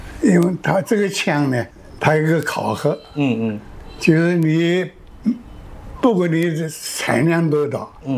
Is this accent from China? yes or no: yes; Jiangsu, China; 我老家是江苏的，我是57年